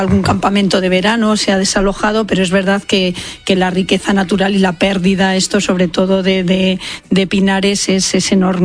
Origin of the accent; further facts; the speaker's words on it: Guadalajara, Castilla-La Mancha, Spain; Sí, yo soy de Guadalajara y de hecho pues mi hermana tiene una farmacia, la farmacéutica de un pueblo que estaba confinado.